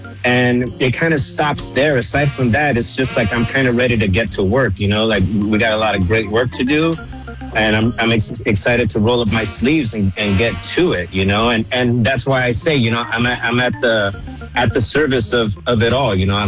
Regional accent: San Jose, California, United States; And now I'm here at San Jose, you know, first time in my life working in San Jose. And I'm from San Jose.

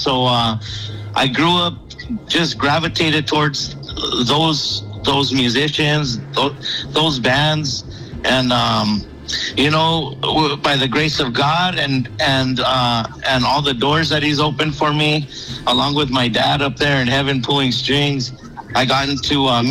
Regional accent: Santa Fe, New Mexico, United States; I'm from Santa Fe, New Mexico. I grew up in a household of musicians

